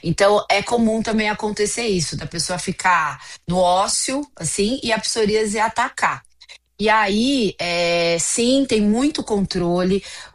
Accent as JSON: {"language": "Portuguese", "town": "Araraquara", "region": "São Paulo", "country": "Brazil", "said": "Minha família, eu sou de Araraquara, minha família"}